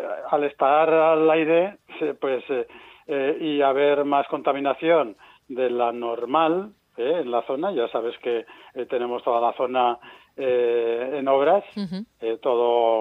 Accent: Aragon, Spain; los que tenemos que valorarla somos los aragoneses

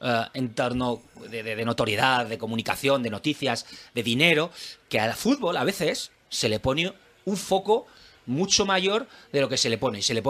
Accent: Zaragoza, Aragon, Spain; como zaragozano, como aragonés y como zaragocista

